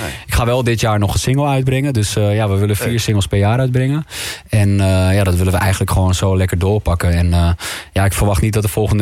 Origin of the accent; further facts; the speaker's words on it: Amsterdam, North Holland, Netherlands; Ik kom uit Amsterdam Noord